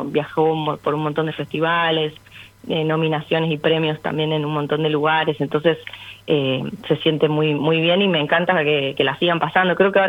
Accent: Balcarce, Buenos Aires Province, Argentina; also born or lived in Mar del Plata; En realidad soy full de Balcarce. Me parió mi mamá en Mar del Plata, pero por un tema de que...

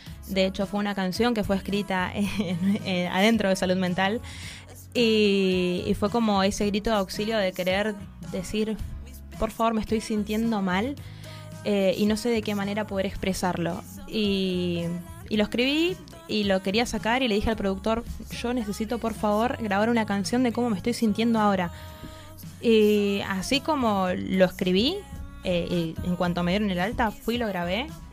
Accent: Trelew, Chubut, Argentina; moved away as an adult; also born or lived in Comodoro Rivadavia; now in Buenos Aires, Argentina; Yo soy de Trelew, o sea, si bien nací en Comodoro, me crié en la ciudad de Trelew, en Chubut.

